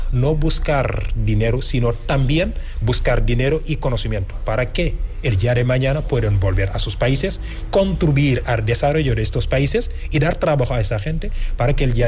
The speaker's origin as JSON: {"language": "Spanish", "country": "Senegal", "second_language": "Spanish", "moved": "as an adult", "lives_now": "Andalusia, Spain", "said": "Yo soy un afroandalú, cotizo aquí, contribuyo aquí, formo parte también de aquí. Aunque soy de Senegal, yo soy muy, muy, muy orgulloso de mis raíces"}